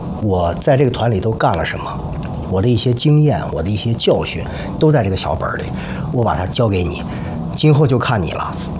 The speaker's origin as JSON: {"language": "Chinese", "town": "Xi'an", "region": "Shaanxi", "country": "China", "tie": "born or raised there", "said": "我是土生土长的西安人，西安给了我无限的创作的土壤，有很多不是陕西本地的演员，本身我们陕西人之间交流就是下意识就是用家乡话"}